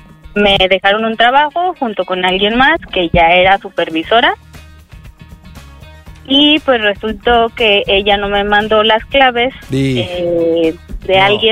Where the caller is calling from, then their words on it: Guadalajara, Jalisco, Mexico; de Guadalajara